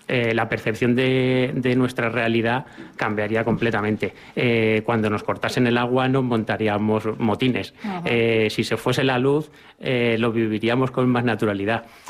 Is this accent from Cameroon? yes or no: no; Pepino, Castilla-La Mancha, Spain; moved away as an adult; now in Jaca, Spain; yo me crié aquí en Pepino